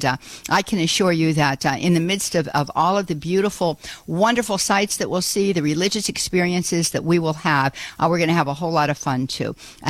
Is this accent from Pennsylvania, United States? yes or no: yes; Pittsburgh, Pennsylvania, United States; accent: Pittsburgh; I cannot completely ditch my Pittsburgh accent. I never want to completely ditch my rootedness in a steel city.